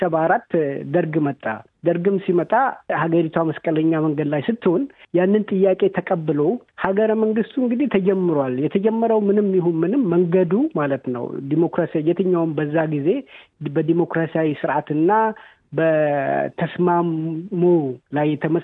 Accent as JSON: {"language": "Amharic", "region": "Gambella border area", "country": "Ethiopia", "tie": "born or raised there", "said": "እኔ ያደኩበት አካባቢ ኢግላቴሪያል የሆነ ሶሳይቲ ያለ ጋምቤላ ቦርደር ላይ ያሉ ሰዎች"}